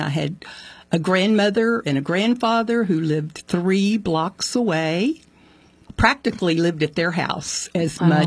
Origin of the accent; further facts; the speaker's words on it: Aransas Pass, Texas, United States; I was born in Aransas Pass, Texas.